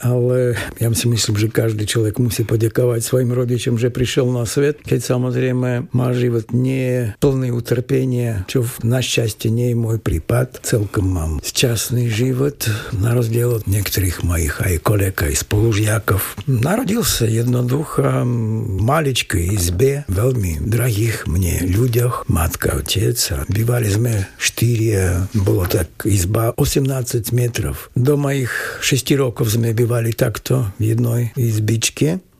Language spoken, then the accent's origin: Slovak; Russia; moved away as an adult; now in Banská Bystrica, Slovakia; som sa tam narodil. Čo sa týka ruského pôvodu, je to trošku komplikovanejšie. Nie som čistý Rus, mám veľa iných krovi. Môj starý otec bol Ukrajinec, môj otec sa narodil v Vinnice